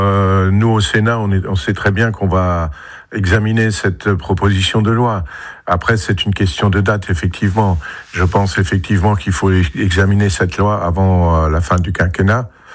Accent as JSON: {"language": "French", "region": "Grand Est", "country": "France", "said": "Alors qu'il soit venu chez nous en Alsace"}